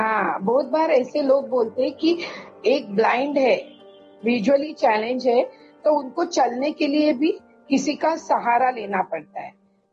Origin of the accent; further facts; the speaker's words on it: Sindhudurg district, Maharashtra, India; मैं सिंधुदुर्ग जिला के सरंबल गांव से बिलोंग करती हूँ, कुडाल तालुका है हमारा, तो उस विलेज में हर घर का एक आदमी मिलिट्री में है।